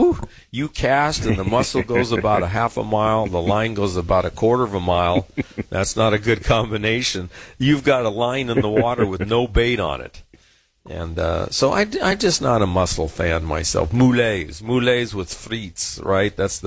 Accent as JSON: {"language": "English", "town": "San Diego", "region": "California", "country": "United States", "tie": "born or raised there", "said": "I grew up fishing in San Diego Bay and the Mission Bay"}